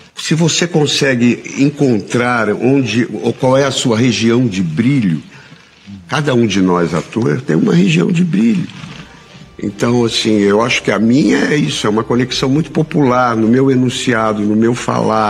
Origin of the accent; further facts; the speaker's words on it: Rio de Janeiro, Brazil; Eu fui criado na Ilha do Governador, eu fui criado com aquelas mulheres penduradas no portão, falando, ah, aí vem, ah lá, aí vem. Então tem esse falar.